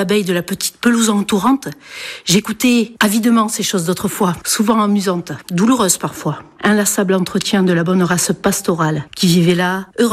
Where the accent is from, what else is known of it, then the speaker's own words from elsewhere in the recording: Sabres, Nouvelle-Aquitaine, France; parce que je suis landaise, parce que je suis de Sabre et surtout parce que mes arrière-grands-parents et surtout grand-père étaient bergers.